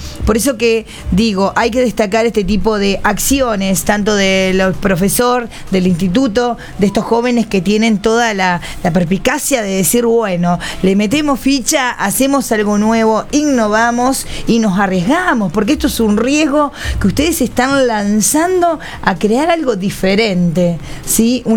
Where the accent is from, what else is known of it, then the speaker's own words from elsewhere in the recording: Uruguay; now in Argentina; A la gente de Uruguay también mis respetos, porque soy uruguaya, mis compatriotas.